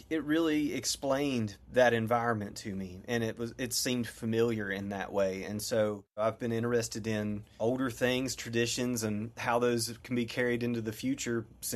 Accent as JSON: {"language": "English", "region": "Appalachia", "country": "United States", "tie": "born or raised there", "said": "Working at Appalachian State, working with the Center for Appalachian Studies, growing up in Appalachia."}